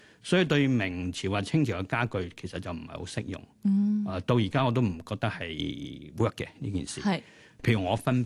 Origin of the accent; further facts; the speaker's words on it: China; 以前为什么我们中国人会用楠木做棺材？